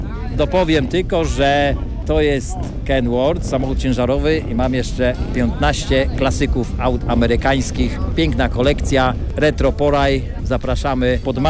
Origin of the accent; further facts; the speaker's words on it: Wągrowiec, Greater Poland Voivodeship, Poland; Przyjechaliśmy spod Wągrowca, z Wielkopolski.